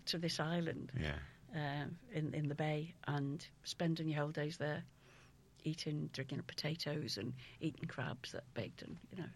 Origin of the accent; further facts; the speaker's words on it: Huyton, North West England, United Kingdom; And I was born in Whiston Hospital. And first of all, the first, real family home was in Molyneux Close in Highton Village.